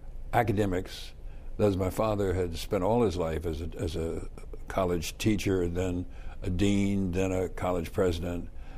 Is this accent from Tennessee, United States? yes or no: yes; Nashville, Tennessee, United States; born there; I was born in Nashville, Tennessee, January 14, 1940.